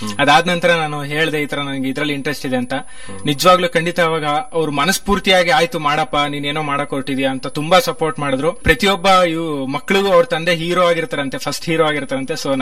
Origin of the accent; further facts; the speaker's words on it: Holehonnur, Karnataka, India; ನಂದು ಹುಟ್ಟೂರು ಬಂದು ಹೊಳೆಹೊನ್ನಪುರ.